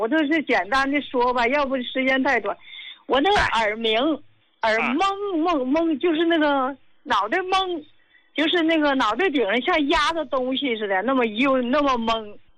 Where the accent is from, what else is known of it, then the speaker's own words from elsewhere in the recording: Qinhuangdao, Hebei, China; 我是秦皇岛的。